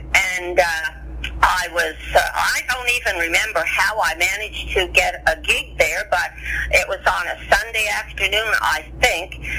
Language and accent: English; Canada; being Canadian